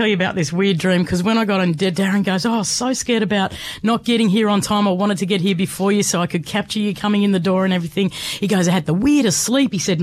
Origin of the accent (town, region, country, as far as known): Bega, New South Wales, Australia; born or raised there